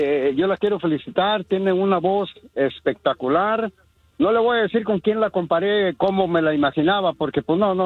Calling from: California, United States; le hablo de aquí, de Carajay, California.

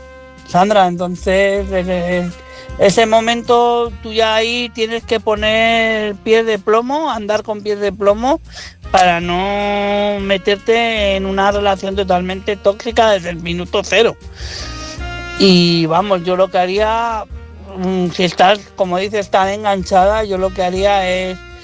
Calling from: Madrid, Community of Madrid, Spain; de Madrid.

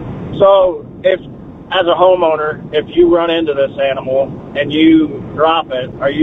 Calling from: Southern Madison County, Indiana, United States; I'm calling you from Southern Madison County.

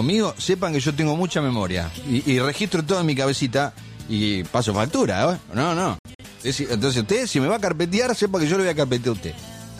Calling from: Tucumán, Argentina; Tengo 26 años, soy de Tucumán.

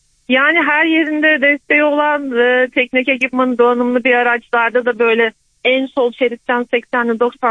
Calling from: Ankara, Turkey; Merhabalar … Ankara'dan.

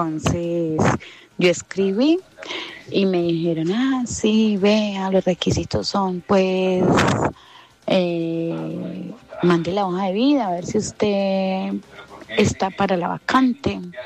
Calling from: Anserma, Caldas, Colombia; Les hablo desde Anserma.

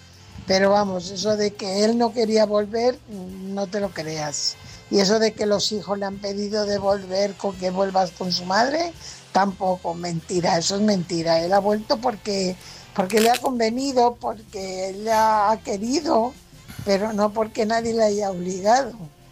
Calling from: Fuenlabrada, Community of Madrid, Spain; corresponsal de Fuenlabrada.

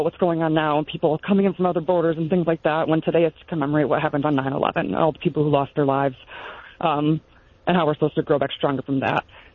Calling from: Barrington, Illinois, United States; I'm calling from Barrington, Illinois. It's a northwest suburb of Chicago.

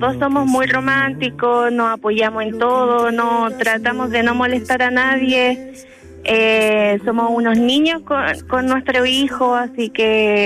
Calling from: Santiago, Santiago Metropolitan Region, Chile; Somos, sí, de Santiago, de Lo Espejo, pero nos casamos en La Granja.

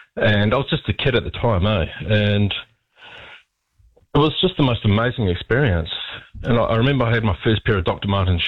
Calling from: Hawera, Taranaki, New Zealand; I'm from Hawera

